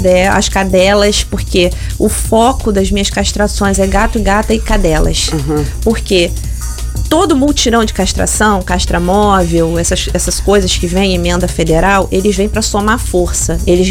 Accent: Cabo Frio, Rio de Janeiro, Brazil; O meu nicho, eu sou de Cabo Frio.

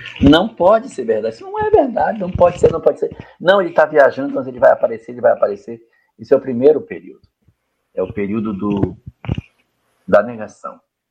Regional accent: Porto Velho, Rondônia, Brazil; uma história que aconteceu na minha terra, lá em Porto Velho.

